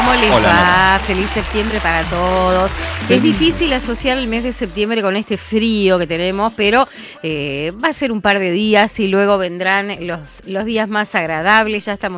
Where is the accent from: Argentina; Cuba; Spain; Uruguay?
Argentina; Azul, Buenos Aires Province; now in Buenos Aires, Argentina; ya más de la mitad de mi vida la tengo acá. Y si bien voy a Azul, ya no es como al principio que era típico estudiante